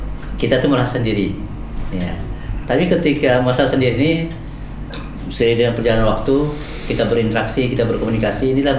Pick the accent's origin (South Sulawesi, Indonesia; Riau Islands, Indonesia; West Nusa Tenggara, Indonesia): Riau Islands, Indonesia; walaupun orang tahu kita ini dari Kepri, tapi siapa orang-orang Kepri yang akan bersama kita